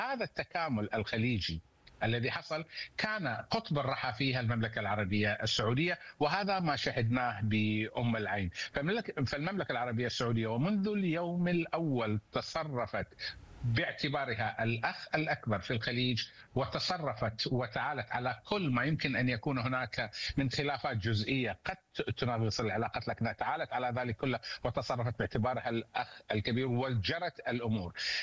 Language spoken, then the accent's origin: Arabic; Bahrain; وتكلم الآن كبحريني، كبحريني للأمانة،